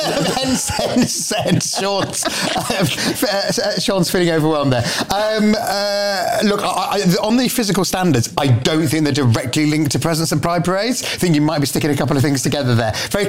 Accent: North West England, United Kingdom; I'm from Greater Manchester like you, Patrick.

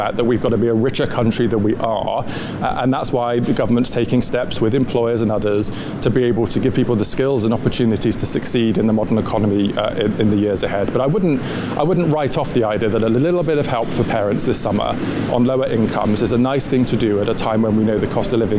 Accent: Bristol, South West England, United Kingdom; And in the days growing up in the co-op in the council estate that I grew up in Bristol Northwest

